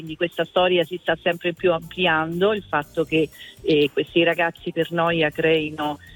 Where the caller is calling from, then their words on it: Lazio, Italy; Io chiamo dalla provincia di Roma, vicino